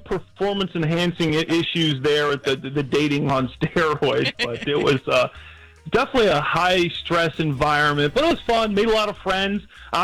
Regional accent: Chicago, Illinois, United States; Yeah, I'm from Chicago, so I'm not going anywhere. I'm staying in town

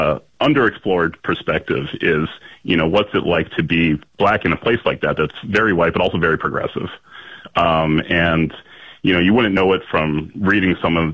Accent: Portland, Oregon, United States; born and raised in Portland, and, I just got the bug from my dad

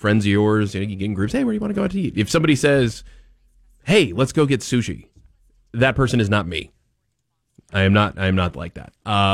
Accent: United States; I'm an American, and I eat American food.

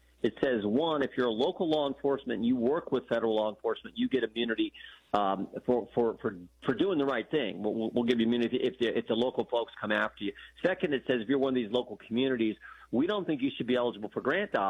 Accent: Ohio, United States; no, I'm, I'm from Ohio. I just went off to the UW for 4 years of college.

